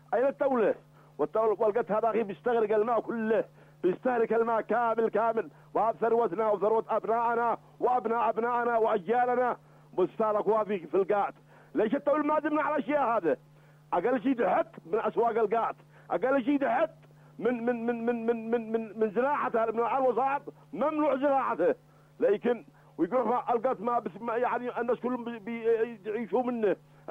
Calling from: Yemen; عندنا في اليمن

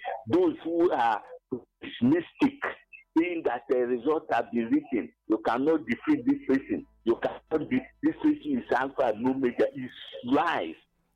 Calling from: Enugu State, Nigeria; I'm calling from Apanik, Enugu.

